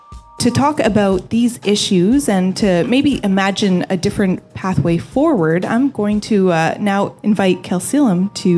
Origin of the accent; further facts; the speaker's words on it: Prince Rupert, British Columbia, Canada; I come from the Tsimshian territory. My matriline comes from the community of Lachwalams, but I grew up in the coastal community of Prince Rupert, BC.